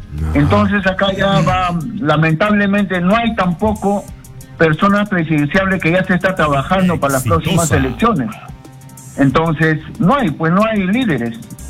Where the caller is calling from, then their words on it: Lima, Peru; de San Juan del Urigancho.